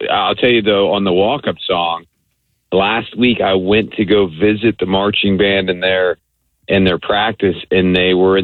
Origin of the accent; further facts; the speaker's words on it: Tampa, Florida, United States; I can just tell you, having grown up here, born and raised in Tampa, USF has not gotten the respect that it deserves within the community or throughout the country.